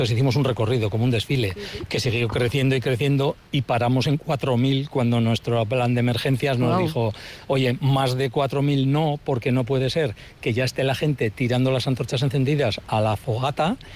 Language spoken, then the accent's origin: Spanish; Muskiz, Basque Country, Spain; yo soy de Muskis y tenemos la bajada de antorchas.